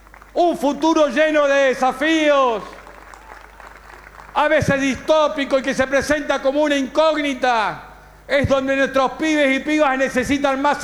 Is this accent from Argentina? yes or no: yes; Argentina; Somos gente grande los argentinos y argentinas.